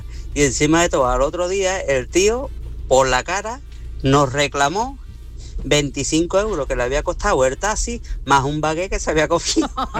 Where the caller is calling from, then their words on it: Seville, Andalusia, Spain; de Sevilla otra vez.